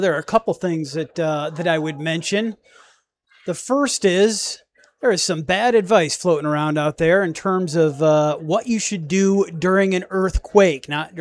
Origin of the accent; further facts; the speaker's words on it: California, United States; I'm from Northern California